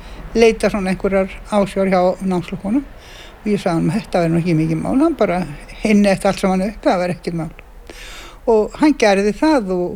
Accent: Reykjavík, Capital Region, Iceland; Nei, ég ólstu upp í Laugarásnum.

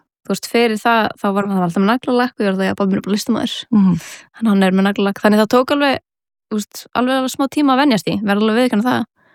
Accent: Reykjavík, Capital Region, Iceland; ég ólst upp eða fættist í Reykjavík og haf alltaf búið hér bjó fyrstu 7 ár æfuminar á Baldurskötunni nýri bæ og svona miðbæjar barn

